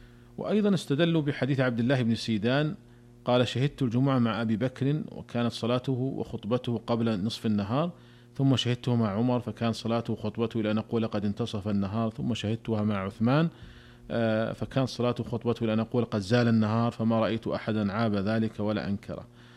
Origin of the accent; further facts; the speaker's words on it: Saudi Arabia; عندنا في المملكة العربية السعودية